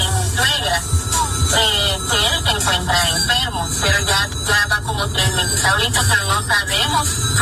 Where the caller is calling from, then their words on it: Sacatepéquez, Guatemala; De acá de aldea de San Francisco Las Lomas, Zacatepeque.